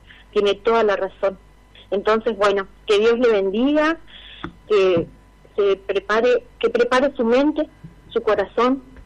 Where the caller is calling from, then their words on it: Resistencia, Chaco, Argentina; Yo soy de Villa Río Negro.